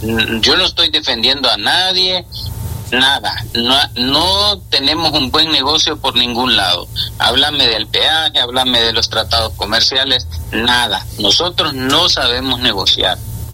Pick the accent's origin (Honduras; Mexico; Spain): Honduras; nosotros como hondureños